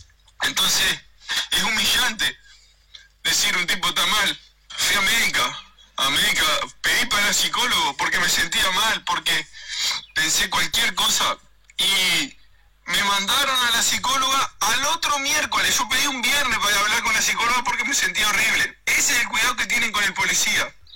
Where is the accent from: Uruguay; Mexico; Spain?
Uruguay; Melo, Cerro Largo; now in Canelones, Uruguay; mándenme a mi pueblo, mándenme a Melo